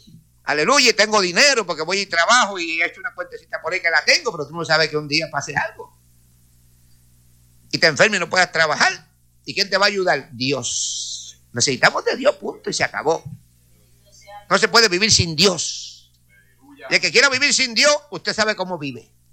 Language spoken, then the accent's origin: Spanish; Corozal, Puerto Rico; un alcalde de Corozal de mi pueblo